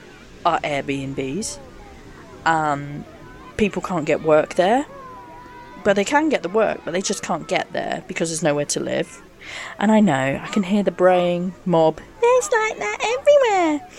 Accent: South West England, United Kingdom; My road show is all around Cornwall. I'm Cornish.

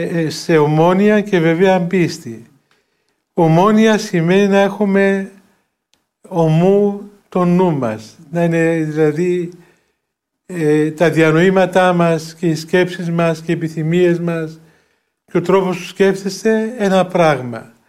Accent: Greece; έχουμε την ευλογία να είμαστε Έλληνες

